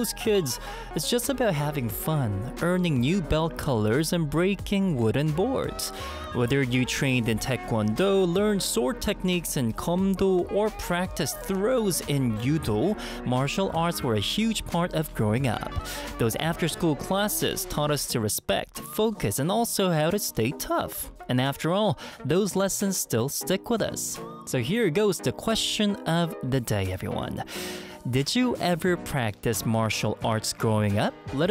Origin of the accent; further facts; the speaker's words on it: South Korea; Growing up in South Korea, almost every kid spends time after school at a local taekwondo gym.